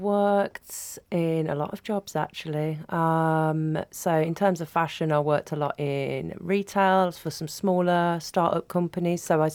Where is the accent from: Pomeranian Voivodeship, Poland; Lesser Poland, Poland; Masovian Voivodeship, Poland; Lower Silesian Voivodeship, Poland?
Masovian Voivodeship, Poland; Warsaw; moved away; I think that comes from growing up in Warsaw.